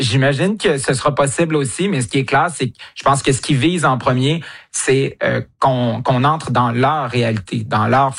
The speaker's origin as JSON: {"language": "French", "region": "Quebec", "country": "Canada", "said": "Puis chez nous, au Québec, on est peut-être un peu moins concernés par ça parce que, bon, on n'est pas très religieux. On est parmi les peuples les plus laïcs au monde."}